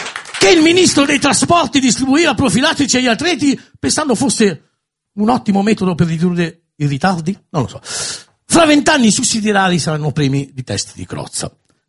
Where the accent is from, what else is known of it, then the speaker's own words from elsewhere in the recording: Milan, Lombardy, Italy; Da dove vengo io, i quartieri brutti ne avete sentito parlare, tipo Rogoredo? Da noi la criminalità è così organizzata che porta la divisa.